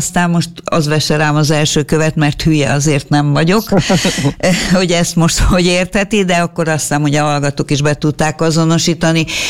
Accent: Budapest, Hungary; de én pehjemre budapesti vagyok

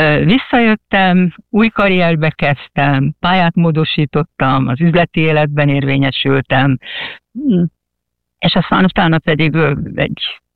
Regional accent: Hungary; now in England; Én úgy kerültem Angliába, nem úgy, mint a honfitársak többsége, hogy új munka, karrier lehetőség. Én szerelemből mentem Angliába.

